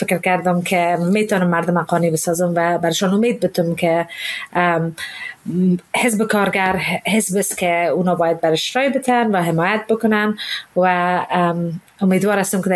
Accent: England, United Kingdom; also born or lived in Afghanistan; now in London, United Kingdom; من از افغانستان که بیرون آمدیم 5 ساله بودم و اینجا تحصیل کردم، درس خواندم

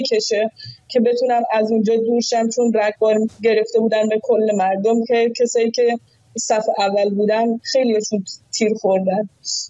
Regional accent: Iran

